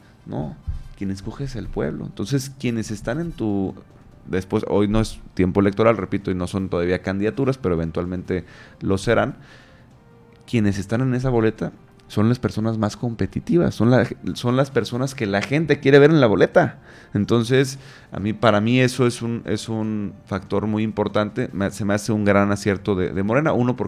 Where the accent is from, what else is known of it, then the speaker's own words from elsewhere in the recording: Quintana Roo, Mexico; Yo sí soy de aquí, Anuar, yo soy nacido en Quintana Roo, yo crecí en Quintana Roo, estoy formando a mi familia en Quintana Roo, yo no vengo de paso.